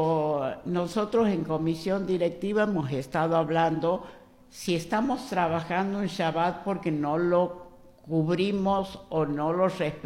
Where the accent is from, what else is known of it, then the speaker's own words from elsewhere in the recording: Santiago del Estero, Argentina; digo nosotros como judía, porque yo me siento muy argentina, soy muy santiagueña.